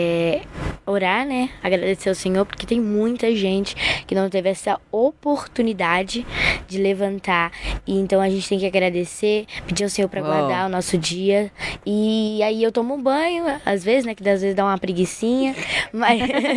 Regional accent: Rio das Ostras, Rio de Janeiro, Brazil; É lá da minha cidade, Rio das Ostras.

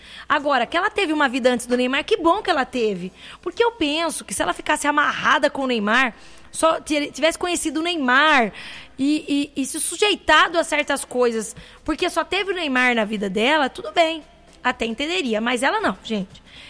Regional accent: Brazil; eu sendo brasileira

